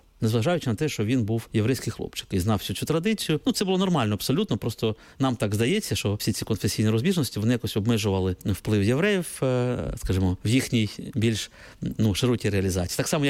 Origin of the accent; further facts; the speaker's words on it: Kharkiv, Kharkiv Oblast, Ukraine; Оскільки я сам з Харкова, то я можу це в паралелі відслідкувати.